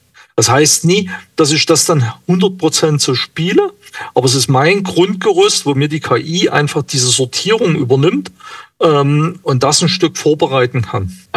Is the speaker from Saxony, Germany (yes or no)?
yes; Saxony, Germany; ich komme aus der Nähe von Radeberg, ganz kleines Dorf.